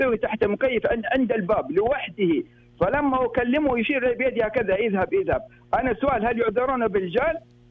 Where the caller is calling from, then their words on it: Mecca, Makkah Province, Saudi Arabia; نحن في مكة المكرمة